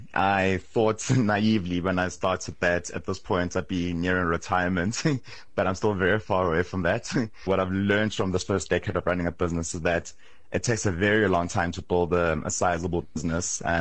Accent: South Africa; South Africa has some of the best natural produce, whether it's our fruits, our wines, our meats.

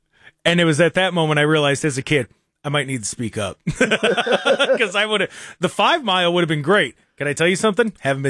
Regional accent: Seville, Ohio, United States; born there; also born or lived in Garfield Heights, Ohio; when we moved out to Seville, that's where Cy Hewitt Park, that's a really nice park out in Seville, T-ball and everything. That's where I played there.

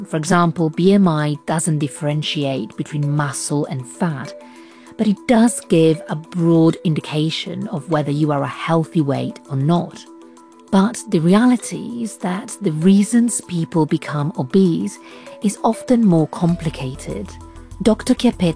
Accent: Rome, Lazio, Italy; English is a second language; When it comes to food, even though I'm from Rome, I have not seen anywhere in the world qu

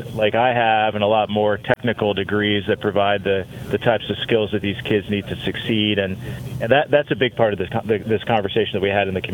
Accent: Columbia City, Indiana, United States; And I think about my hometown, Columbia City, and the types of businesses that we're attracting.

